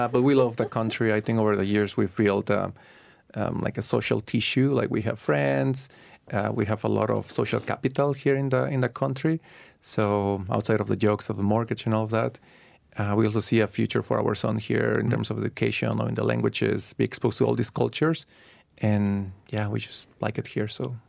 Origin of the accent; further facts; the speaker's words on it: Guadalajara, Jalisco, Mexico; moved away as an adult; now in Luxembourg; I'm from Guadalajara, the cradle of tequila and mariachi and tortas ahogadas.